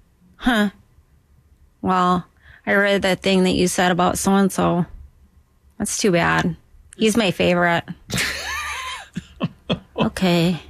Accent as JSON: {"language": "English", "town": "Duluth", "region": "Minnesota", "country": "United States", "tie": "born or raised there", "said": "I love Minnesota and I love Duluth, especially my hometown."}